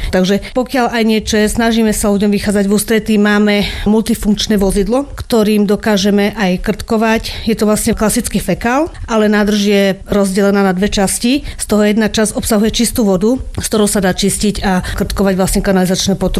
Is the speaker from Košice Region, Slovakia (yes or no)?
no; Malacky, Bratislava Region, Slovakia; Nie, ja som rodená Malačanka, ale môj otec pochádza zo Zohoru.